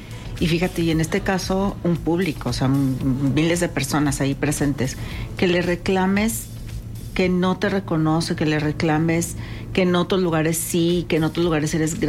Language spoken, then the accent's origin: Spanish; Mexico; eso me da mucha tristeza como mexicana.